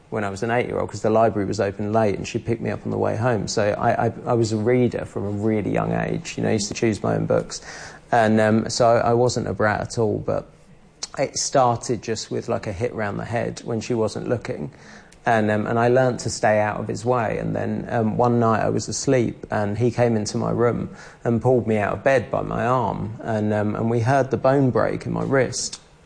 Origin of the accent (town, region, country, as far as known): London, United Kingdom; born or raised there